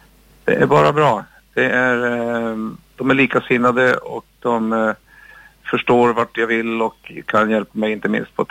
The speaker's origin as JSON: {"language": "Swedish", "town": "Piteå", "region": "Norrbotten County", "country": "Sweden", "moved": "yes", "lives_now": "Stockholm, Sweden", "said": "jag kommer från Piteå ursprungligen, bor i Stockholm så många år."}